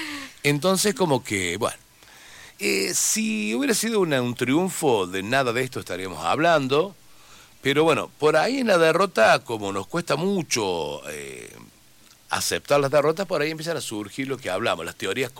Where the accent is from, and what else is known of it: Argentina